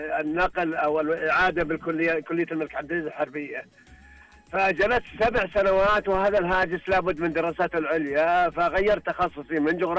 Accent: Mutla'a, Saudi Arabia; كنا نروح من البداية من قريتي اسمها مطلعة إلى المنطقة الوسطى على سياكل

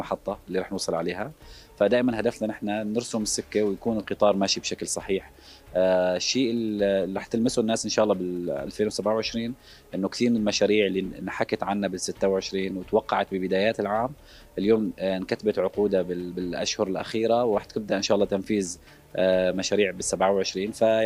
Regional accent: Aleppo, Aleppo Governorate, Syria; باعتباري من حلب

